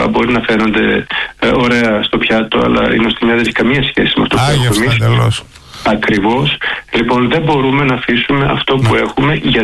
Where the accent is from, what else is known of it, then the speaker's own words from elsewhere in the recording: Thessaloniki, Central Macedonia, Greece; εγώ που κατάγομαι από τη Θεσσαλονίκη, γεννήθηκε και μεγάλωσα εκεί